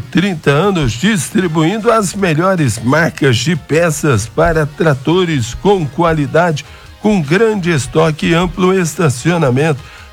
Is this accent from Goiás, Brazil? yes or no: yes; Morrinhos, Goiás, Brazil; Sou de Morrinhos.